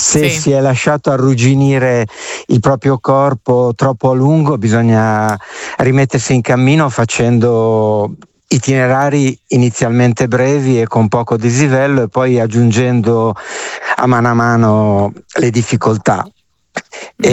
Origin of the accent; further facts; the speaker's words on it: La Spezia, Liguria, Italy; born there; sono nato a La Spezia